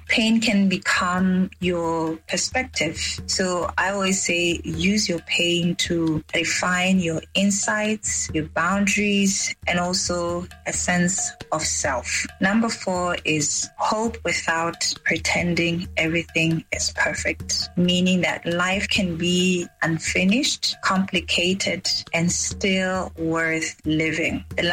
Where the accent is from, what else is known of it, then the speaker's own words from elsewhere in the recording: Botswana; As a young Botswana born and bred in Botswana